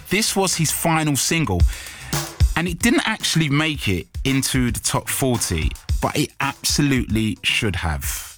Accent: Bedford, East of England, United Kingdom; was actually in my hometown of Bedford this weekend.

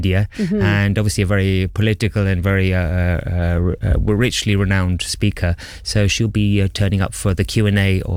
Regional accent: London, United Kingdom; I'm from a Londoner. I arrived here when I was 3 years old only.

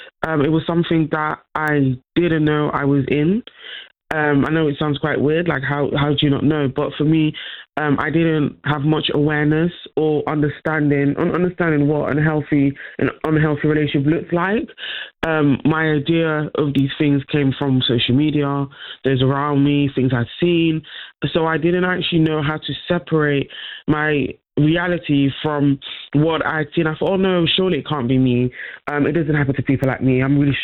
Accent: Netherlands; Growing up, unfortunately, as well, I grew up in the Netherlands.

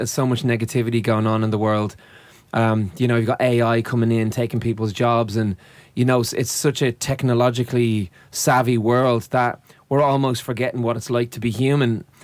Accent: Ireland; being an Irish band

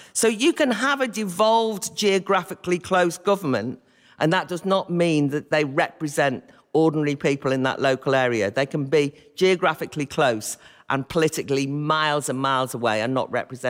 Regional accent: Wales, United Kingdom; I'm from Wales.

